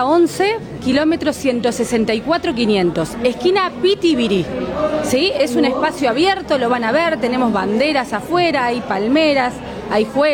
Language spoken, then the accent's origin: Spanish; Uruguay; somos uruguayos.